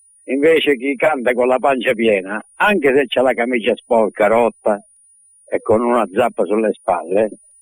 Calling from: Lamezia Terme, Calabria, Italy; da Catanzaro-Lido, e il mio proverbio è questo. Sono di Lamezia

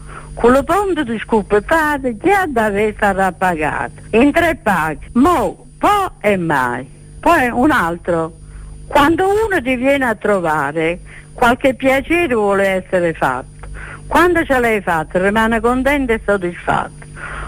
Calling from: San Lorenzo, Campania, Italy; Da San Lorenzo, Benevento.

